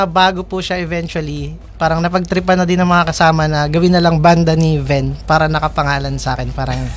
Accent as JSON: {"language": "Tagalog", "town": "Mexico", "region": "Central Luzon", "country": "Philippines", "said": "Ako po, taga Pampanga."}